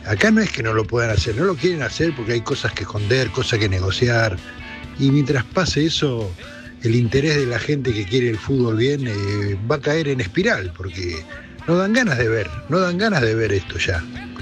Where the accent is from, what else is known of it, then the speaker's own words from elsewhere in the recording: Mar del Plata, Buenos Aires Province, Argentina; Hola chicos … de Mar del Plata.